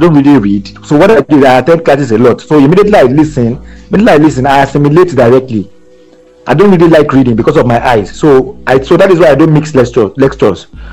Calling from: Lagos, Nigeria; I'm calling from Ogba.

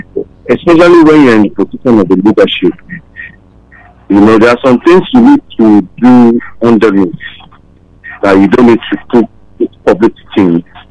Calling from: Lagos, Nigeria; from Ojota.

